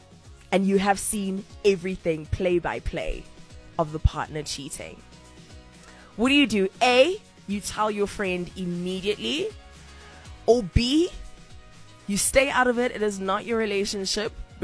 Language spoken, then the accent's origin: English; South Africa; It's always a good day to wake up South African.